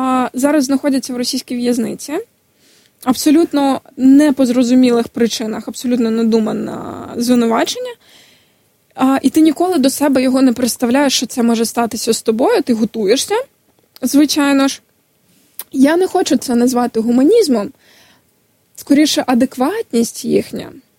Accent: Crimea, Ukraine; born there; moved away; Прописано, що я народилася в Криму. Мої батьки в Криму.

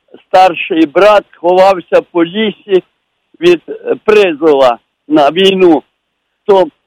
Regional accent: Carpathians, Ukraine; born there; now in Lviv, Ukraine; я зі Львова. Але я виходив з Карпат.

